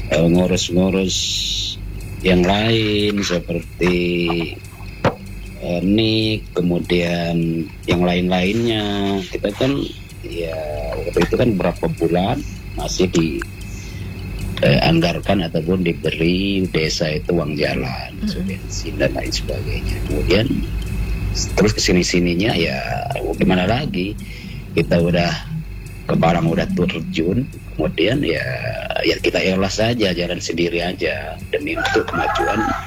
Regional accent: Lampung, Indonesia; Orang kita memang asli orang Lampung sini.

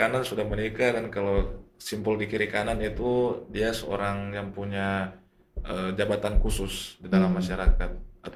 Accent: North Sulawesi, Indonesia; itu karena sebagai dari identitas kita sebagai orang Minahasa, sehingga kenapa kita harus malu dengan identitas kita sendiri.

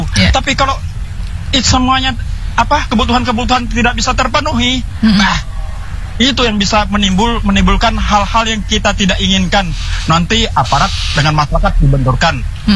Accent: Kalimantan, Indonesia; makanya saya juga kami juga orang Dayak ini, orang lokal ini kan punya kearifan lokal.

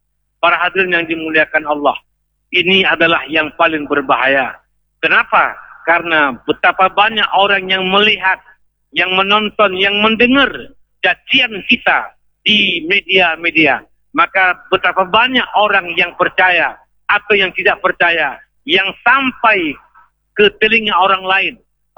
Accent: Aceh, Indonesia

